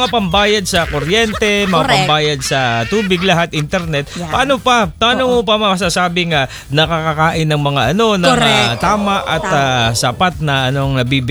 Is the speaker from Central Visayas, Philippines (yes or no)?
no; Bicol Region, Philippines; Akala ko, Bicolana ako. Naging Bisaya yung salita ko.